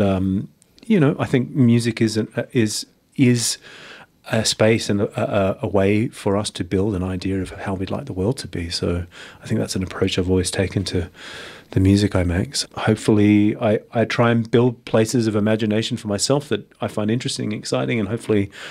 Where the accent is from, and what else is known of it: Greenwich, London, United Kingdom; born or raised there